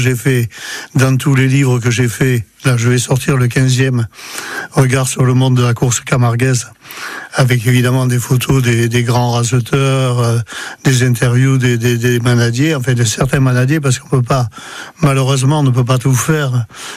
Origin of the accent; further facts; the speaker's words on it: Occitanie, France; born there; Déjà, moi, je suis né en Cévennes. Bon, je suis né plus haut, en Pays de Mines.